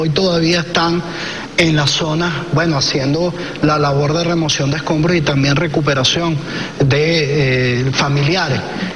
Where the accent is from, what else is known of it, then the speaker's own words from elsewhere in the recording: Venezuela; estamos defendiendo lo que nos caracteriza como nación venezolana.